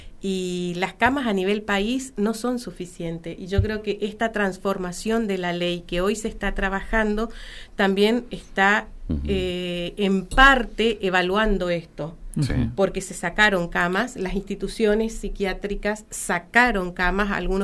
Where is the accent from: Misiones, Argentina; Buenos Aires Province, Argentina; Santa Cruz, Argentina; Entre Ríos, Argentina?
Misiones, Argentina; Qué lindo decir soy de Misiones